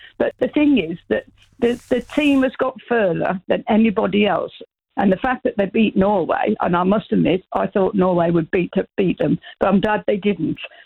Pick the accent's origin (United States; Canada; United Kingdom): United Kingdom; England; we are English